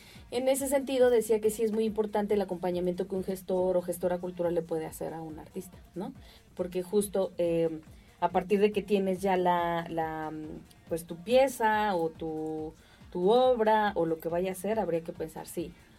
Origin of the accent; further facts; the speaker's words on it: Michoacán, Mexico; now in Mexico City, Mexico; Yo soy de aquí de Michoacán, radico actualmente en Ciudad de México, pero hay un fuerte vínculo todavía con la ciudad y con el estado